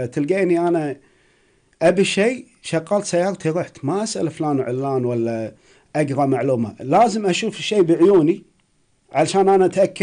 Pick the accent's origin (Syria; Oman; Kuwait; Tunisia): Kuwait; الذيبة اللي عندنا بالكويت، عندنا احنا بالجنوب